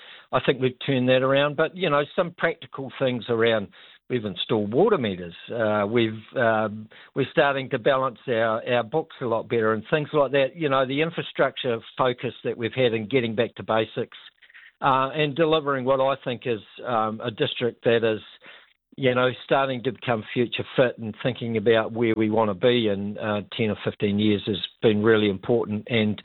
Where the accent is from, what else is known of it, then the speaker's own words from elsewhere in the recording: Wellington, New Zealand; now in Horowhenua, New Zealand; Yeah, I'm born and raised in Wellington. Well, I lived in Tawa, flatted in Wellington and just off Adelaide Road.